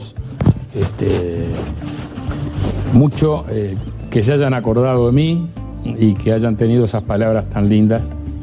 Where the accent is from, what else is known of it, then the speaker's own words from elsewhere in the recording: Uruguay; Nosotros somos orientales argentinos.